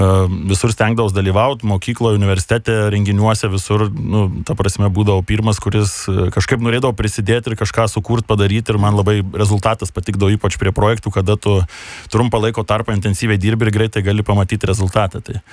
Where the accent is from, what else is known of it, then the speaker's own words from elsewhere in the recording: Marijampolė, Marijampolė County, Lithuania; nes iš Marijampolės su krepšiuku atėjau, dabar jau didesnį bagažą tu